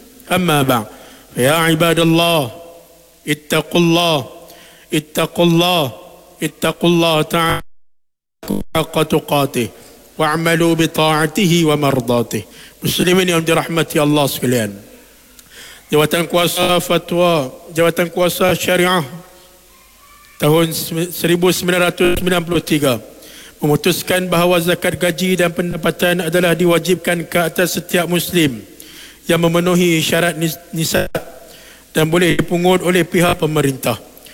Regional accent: Malaysia; بلدنا ماليزيا خصوصا ولاية بولو بينانغ

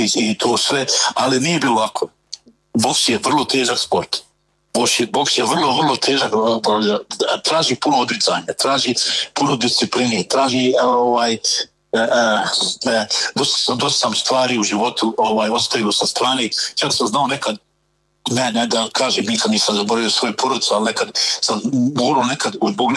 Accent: Zenica, Federation of Bosnia and Herzegovina, Bosnia & Herzegovina; dok sam bio ja ovako mlađi, bio sam nestrašan i znate, odrastao sam u Zenci, tako i po školama

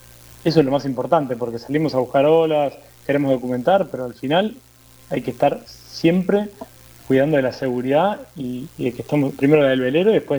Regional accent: Buenos Aires, Argentina; Somos de la costa. De la costa. De Buenos Aires.

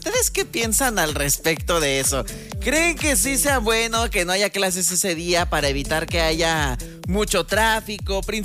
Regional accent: Mexico; Y aunque seas futbolero o no seas futbolero, es algo que como mexicanos siempre nos unimos.

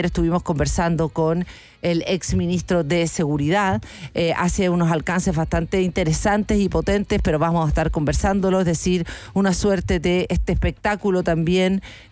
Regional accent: Chile; estos días en nuestra larga y angosta faja de tierra, como nos enseñaron de niño en Chile

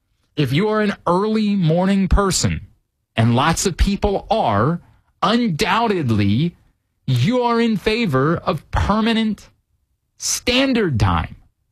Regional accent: Kingsville, Maryland, United States; when I was growing up in Kingsville going to Perry Hall High School.

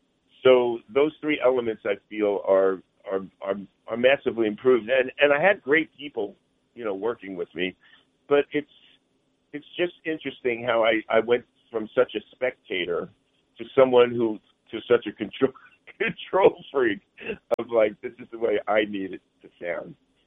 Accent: New Jersey, United States; I would love to play my home state in New Jersey.

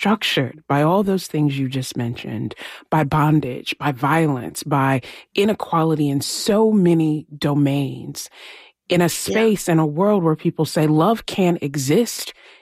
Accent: Lynchburg, Virginia, United States; moved away; as someone who did grow up in Virginia, who grew up in a particular part of Virginia, I'm from Lynchburg, Virginia.

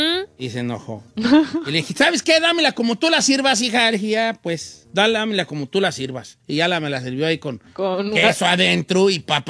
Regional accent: Michoacán, Mexico; a ver, chiquita, ¿de dónde eres tú? De Guatemala. Yo soy de Michoacán.

